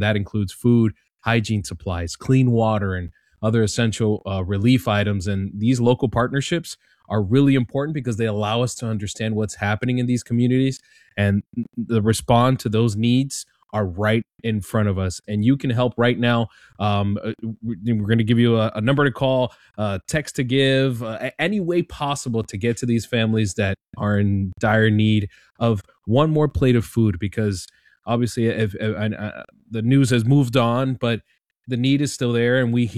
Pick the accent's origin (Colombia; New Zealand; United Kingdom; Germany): Colombia; now in South Florida, United States; Francesca is actually from my hometown in Colombia. I'm Colombian myself